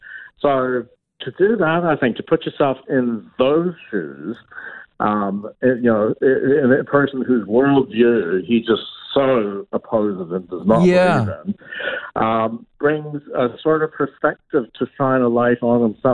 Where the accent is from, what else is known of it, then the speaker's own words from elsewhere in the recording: Toronto, Ontario, Canada; Anne Carson, she's from my hometown of Toronto.